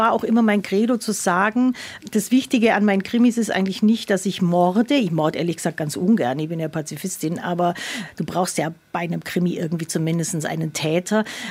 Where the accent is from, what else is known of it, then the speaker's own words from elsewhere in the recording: Bavaria, Germany; ich bin die Allgäuerin, du darfst zu einer Allgäuerin nicht Schwäbin sagen.